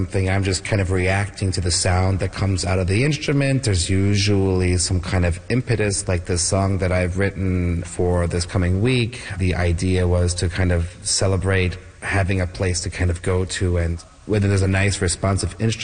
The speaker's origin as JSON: {"language": "English", "region": "Newfoundland and Labrador", "country": "Canada", "said": "And while talking to him, I said I was from Newfoundland."}